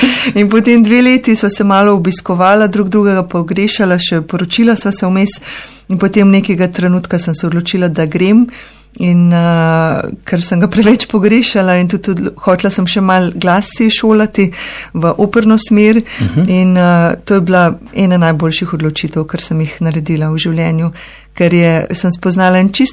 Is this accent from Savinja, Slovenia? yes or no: no; Lesce, Upper Carniola, Slovenia; also born or lived in Moscow; Jaz sem se rodila z hribi v srcu, ker sem Gorenjka tam pod stolom doma.